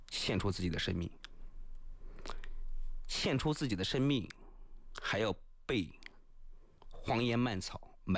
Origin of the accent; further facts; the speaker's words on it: Lu'an, Anhui, China; 他就是我们安徽六安人，